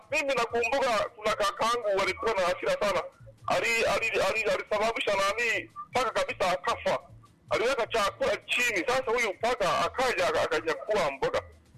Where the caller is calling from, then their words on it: Singida, Tanzania; Natokea maeneo ya Ponyanumbu hapo kwa Ward Mabiazi Barete mkoa ni Simida dangu.